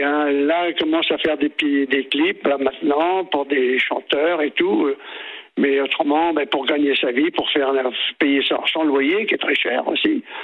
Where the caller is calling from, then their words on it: Pays de la Loire, France; J'habite en Vendée.